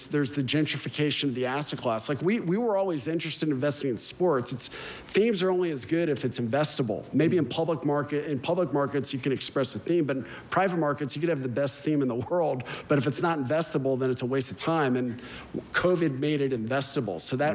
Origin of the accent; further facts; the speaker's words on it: Austin, Texas, United States; I grew up in Austin, so we had a view, Austin-San Antonio view, but that was different.